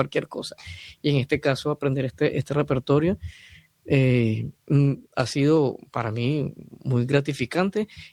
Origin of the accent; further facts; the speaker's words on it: Venezuela; now in Madrid, Spain; Yo soy de Venezuela